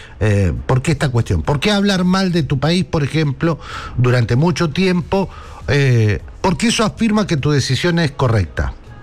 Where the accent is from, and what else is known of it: Argentina